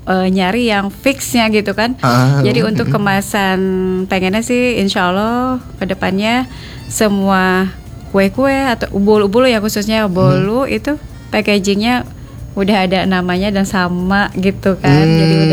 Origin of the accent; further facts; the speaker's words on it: Tasikmalaya, West Java, Indonesia; now in Bogor, Indonesia; Luar Bogor pernah, saya kampung halaman tetap, saya kan dari Tasikmalaya ya, saya pendatang kebetulan waktu itu.